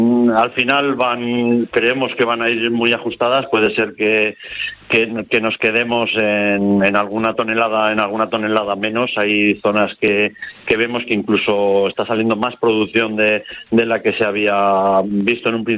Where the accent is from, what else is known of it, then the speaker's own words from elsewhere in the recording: Cadrete, Aragon, Spain; hoy estoy aquí en mi pueblo, en Cadrete, al lado de Zaragoza.